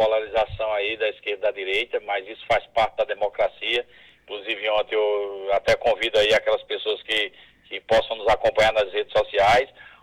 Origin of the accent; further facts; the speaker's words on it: Brazil; Nós somos brasileiros, torcemos aí pela nossa seleção